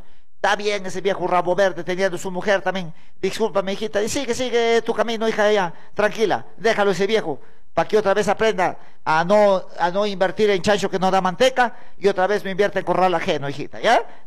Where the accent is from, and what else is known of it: Huancabamba, Piura, Peru; born there